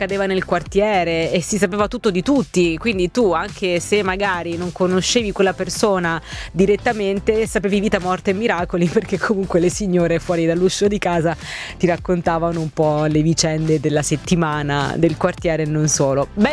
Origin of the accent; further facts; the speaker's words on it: Frosinone, Lazio, Italy; quando ero piccolina io, anche nel mio di paese, che poi paese non è perché Frosinone è un capoluogo di provincia anche piuttosto abitato, quindi ci sono insomma 100.000 più o meno abitanti